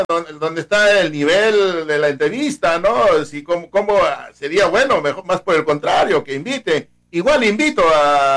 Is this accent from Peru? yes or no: yes; Chumpi, Ayacucho, Peru